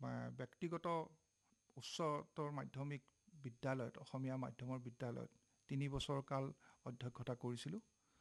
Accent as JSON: {"language": "Assamese", "town": "Hojai", "region": "Assam", "country": "India", "tie": "born or raised there", "said": "হুজাই চহৰত বিষ্ণুপল্লী বুলি, সৰুৰে পৰাই হুজাইতেই ডাঙৰ হৈছোঁ। কেৱল কলেজীয়া জীৱন মোৰ আৰু চাকৰি জীৱনৰ কিছুদিন মই বাহিৰত আছিলোঁ।"}